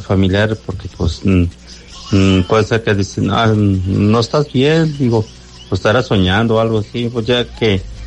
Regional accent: Gómez Farías, Jalisco, Mexico; moved away; Cerca de mi tierra natal, Gómez Farías.

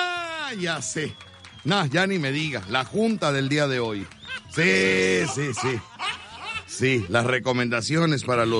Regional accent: Mexico; Yo soy mexicano, de acá de este lado, yo soy mexicano. Orgulloso de ser mexicano

